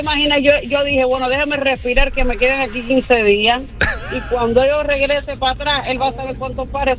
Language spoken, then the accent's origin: Spanish; Cuba; No, yo soy cubana.